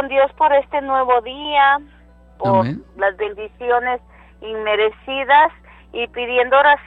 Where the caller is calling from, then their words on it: Reno, Nevada, United States; hablo de Reno, Nevada.